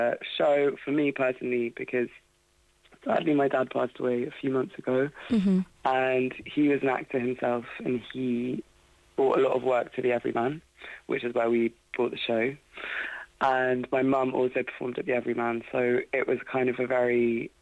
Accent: Cork, Munster, Ireland; born there; I was born in Cork

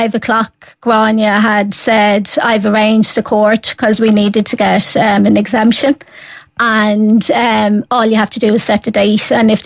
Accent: Wicklow, Leinster, Ireland; So we're originally from Wicklow.

